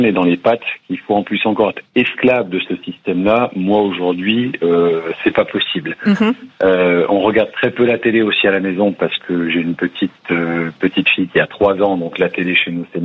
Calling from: Dijon, Bourgogne-Franche-Comté, France; De Dijon.

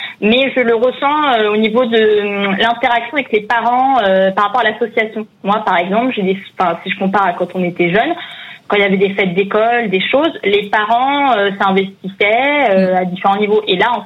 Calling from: Massy, Île-de-France, France; Je suis dans Massy, dans l'Essonne.

